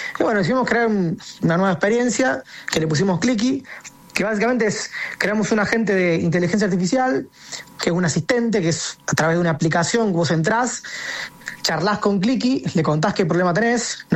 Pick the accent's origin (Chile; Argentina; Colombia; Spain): Argentina; somos gente del interior